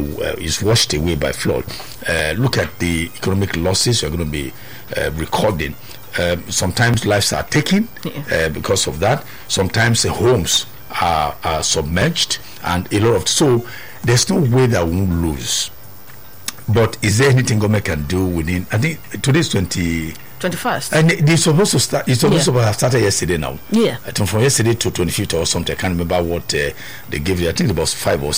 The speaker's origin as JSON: {"language": "English", "country": "Nigeria", "said": "But again, I'm Nigerian."}